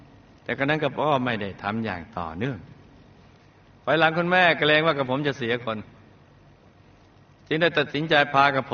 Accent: Phetchabun, Thailand; born there; กับผมเกิดในครอบครัวเกษตรกรรมที่ค่อนข้างยากจนจังหวัดเพชรบูรณ์มีพี่น้อง3คนกับผมเป็นลูกชายคนโต

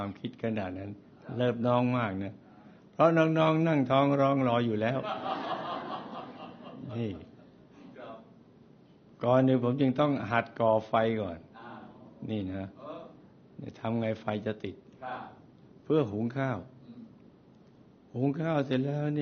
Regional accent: Phra Nakhon Si Ayutthaya, Thailand; born there; ผมเกิดที่บ้านคุณแม่ถูกไงริมแม่น้ำลพบุรีแต่แม่น้ำลพบุรีอยู่จังหวัดพระนครศรีอยุธยา

